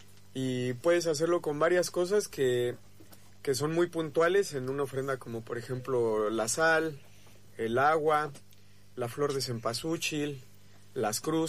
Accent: Mexico; now in Argentina; soy de origen mexicano, con la mitad del corazón argentino ya.

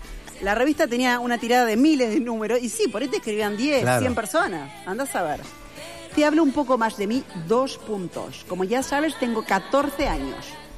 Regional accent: Santander, Cantabria, Spain; Soy Libra, nací y vivo en Santander, capital de Cantabria, que es una pequeña comunidad autónoma al norte de España.

